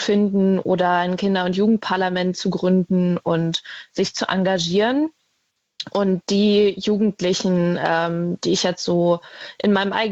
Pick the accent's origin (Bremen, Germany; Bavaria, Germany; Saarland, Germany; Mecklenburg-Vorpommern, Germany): Mecklenburg-Vorpommern, Germany; Aber natürlich müssen wir auch einfach drüber reden, dass es bei uns in Mecklenburg, gerade in Nordwestmecklenburg, auch einfach zu wenig Hochschulen und Universitäten gibt.